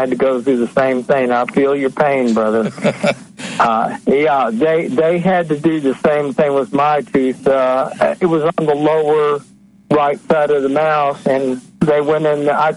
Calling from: Tennessee, United States; from Tennessee.

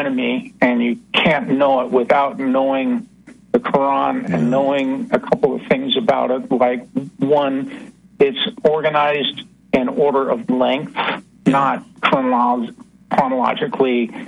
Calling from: Idaho, United States; in Idaho.

